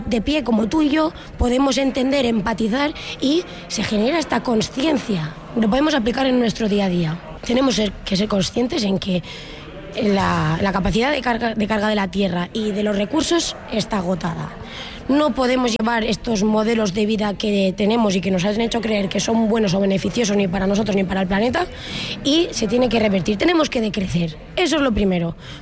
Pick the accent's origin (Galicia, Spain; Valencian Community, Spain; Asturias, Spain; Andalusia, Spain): Valencian Community, Spain; Canals; soy de Canals, Valencia.